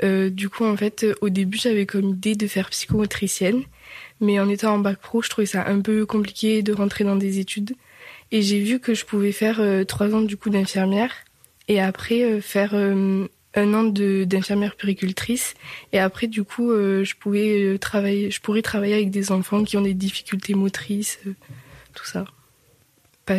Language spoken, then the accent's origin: French; Montauban, Occitanie, France; born there; now in Caylus, France; je suis née à Montauban et j'habite à Quéillus.